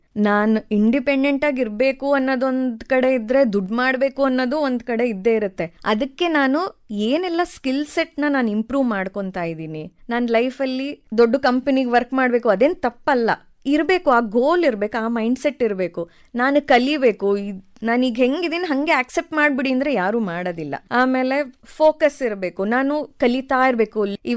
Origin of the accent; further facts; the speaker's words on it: Hassan, Karnataka, India; moved away; ನಾನು ಒಂದು ಸಣ್ಣ ಊರಿಂದ ಬಂದಿದ್ದು, ಹಾಸನ್ ಅವಳು.